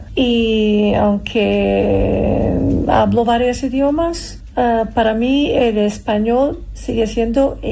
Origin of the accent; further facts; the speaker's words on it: Belgrade, Serbia; Spanish is a second language; moved away as an adult; also born or lived in Kazakhstan / Costa Rica / New Zealand / Guatemala; now in United States; Yo soy serbia y crecí en Belgrado.